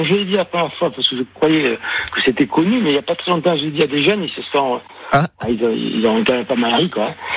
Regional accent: Occitanie, France; puisque je venais de ma campagne du Gers, de Pau, et j'arrivais à Toulouse.

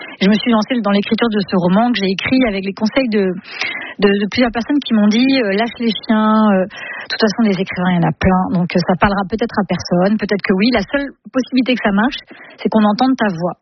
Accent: Île-de-France, France; Je suis francilienne, ouais.

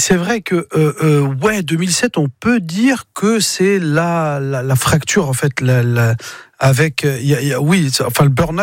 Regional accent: Mantes-la-Jolie, Île-de-France, France

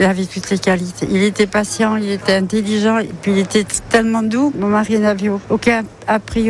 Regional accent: Bidache, Nouvelle-Aquitaine, France; born there; now in Biarritz, France; Je suis née à Bidache.

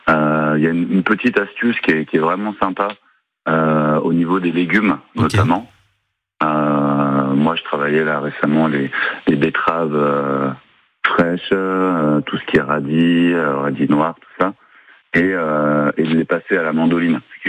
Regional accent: Lyon, Auvergne-Rhône-Alpes, France; now in La Capelle, France; Moi, je viens de Lyon à la base

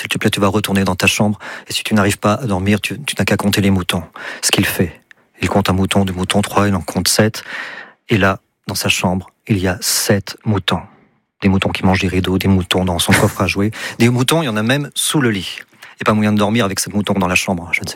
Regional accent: Auvergne-Rhône-Alpes, France; Alors, je ne suis pas de la région, je suis du Bourbonnais, mais on est voisins.

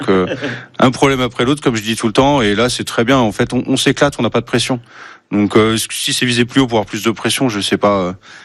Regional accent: Centre-Val de Loire, France; moved away as an adult; also born or lived in Beaugency / Val d'Isère / Paris / Strasbourg; now in Berry, France; Alors je suis né à Beaugency, j'ai grandi à Jaune et ensuite parcours professionnel sur Beaugency, Val d'Isère, Paris, voilà. Strasbourg en grosse partie et ensuite retour aux sources dans le Berry.

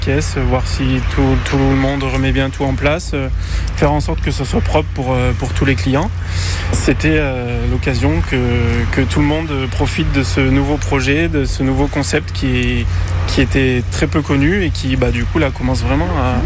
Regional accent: Auvergne-Rhône-Alpes, France; Chez nous en Auvergne

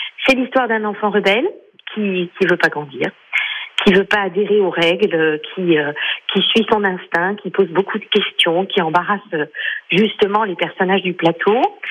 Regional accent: Paris, Île-de-France, France; Moi, je suis parisienne

